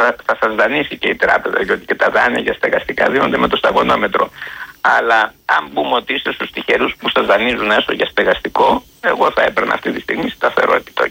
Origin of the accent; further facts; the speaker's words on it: Greece; Όπως και μου είναι αδιανόητο σαν Έλληνας πολίτης